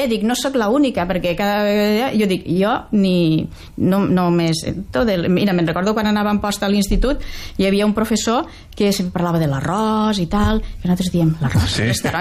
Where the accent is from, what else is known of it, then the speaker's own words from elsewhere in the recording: Vinaròs, Valencian Community, Spain; jo també sóc de Vinaròs